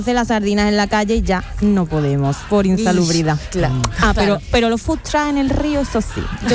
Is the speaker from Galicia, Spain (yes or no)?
no; Bellavista, Andalusia, Spain; Esta es mi romería, porque yo soy de Bellavista.